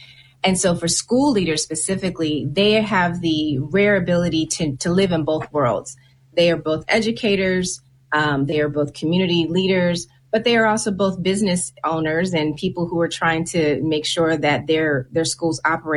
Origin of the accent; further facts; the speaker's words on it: California, United States; I grew up in California, and in the political space, I had people like Senator Diane Watson, who was the first Black senator in California